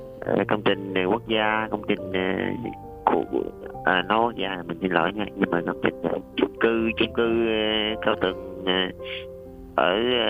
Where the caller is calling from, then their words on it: Ho Chi Minh City, Vietnam; mình đến từ thành phố Hồ Chí Minh.